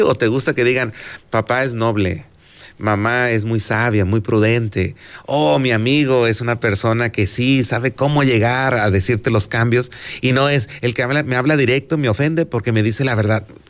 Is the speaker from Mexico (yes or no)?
yes; Mexico